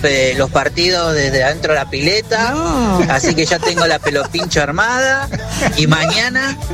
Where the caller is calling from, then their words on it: Hurlingham, Buenos Aires Province, Argentina; de Hurlingham